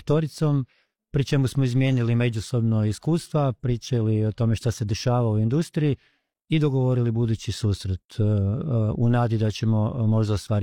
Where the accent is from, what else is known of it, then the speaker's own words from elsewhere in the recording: Croatia; also born or lived in Australia; kod nas u Hrvatskoj, našoj domovini